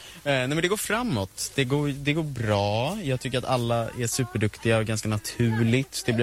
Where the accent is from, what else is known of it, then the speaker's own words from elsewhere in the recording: Nacka, Stockholm County, Sweden; Jag är från Nacka.